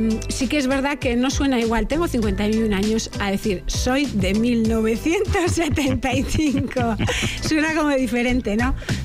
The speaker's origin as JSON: {"language": "Spanish", "town": "Mungia", "region": "Basque Country", "country": "Spain", "tie": "born or raised there", "said": "Mi pueblo, ¿no? Toda la vida viviendo allí y es mi casa."}